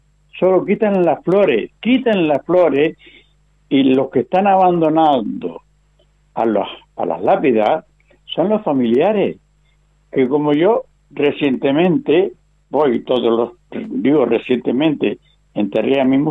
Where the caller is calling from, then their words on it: Atalaya, Canary Islands, Spain; Mira, Javier … de la Atalaya.